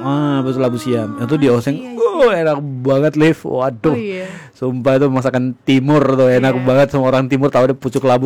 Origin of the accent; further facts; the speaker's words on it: Flores, East Nusa Tenggara, Indonesia; moved away; karena di daerah saya awal di Flores